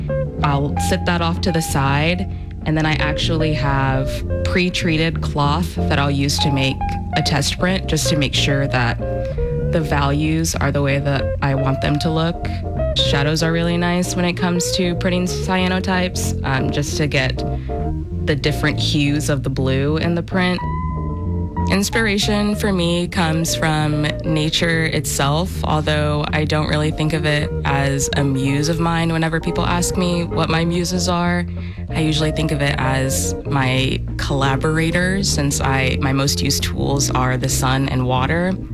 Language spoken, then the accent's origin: English; Houston, Texas, United States; from Third Ward, and you're listening to Houston Matters with ….